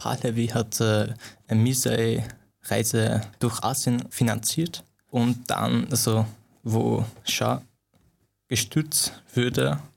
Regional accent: Afghanistan; German is a second language; also born or lived in Iran; Da, wenn ich sage, okay, ich komme ursprünglich aus Afghanistan, ich fühle mich dabei ein bisschen noch so wohl, als ich im Iran, wenn jemand mich fragt, wo kommst du, dann ist es schwer zu beantworten.

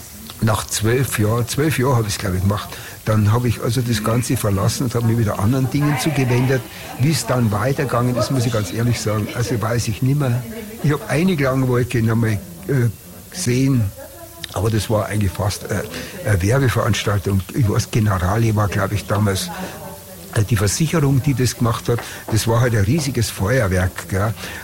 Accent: Munich, Bavaria, Germany; in meiner Heimatstadt München

